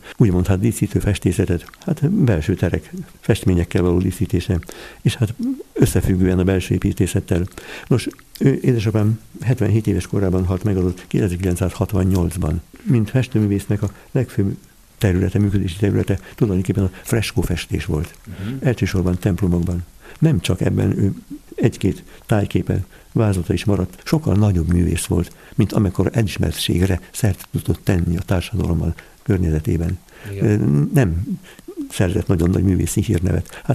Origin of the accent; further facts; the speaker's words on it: Budapest, Hungary; born there; Pasarét közelében ott éltünk